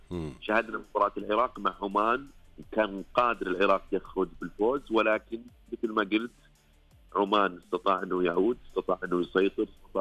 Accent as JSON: {"language": "Arabic", "country": "Saudi Arabia", "said": "بحضورنا كسعوديين،"}